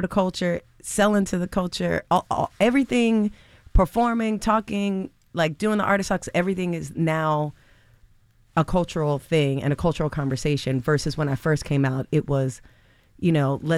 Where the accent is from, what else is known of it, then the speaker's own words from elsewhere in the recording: Pennsylvania, United States; also born or lived in Philadelphia; now in Los Angeles, United States; I actually grew up in the suburbs of Philly.